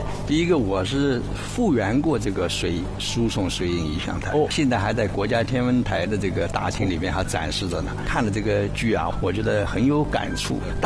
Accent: China

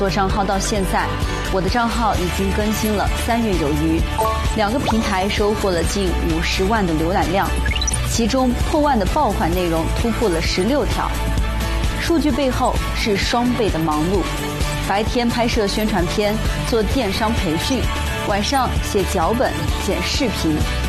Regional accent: Kunming, Yunnan, China; 我的家乡在昆明西竹街道，这里是五华区主要的涉农区域。八年前，我成为村里面第一个参加传媒艺考的高中生

